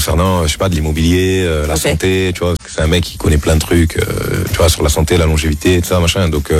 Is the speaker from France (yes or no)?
yes; Marseille, Provence-Alpes-Côte d'Azur, France; now in Miami, United States; Donc comme j'habite à Miami, il y a beaucoup de gens, tu vois, qui m'ont découvert récemment. Qui savent pas que je viens de Marseille, que j'ai grandi à Marseille, etc.